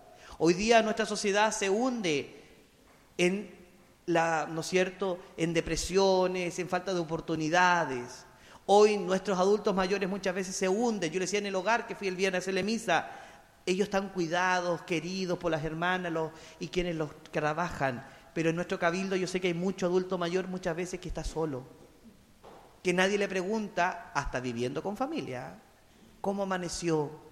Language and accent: Spanish; Chile; todos somos chilenos